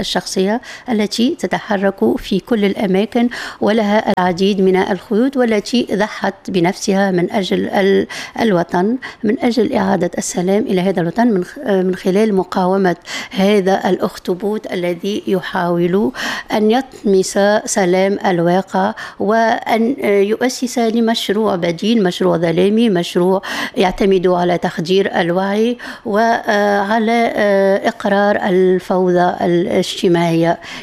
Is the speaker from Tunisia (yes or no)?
yes; Tunisia; نحن كمجتمع تونسي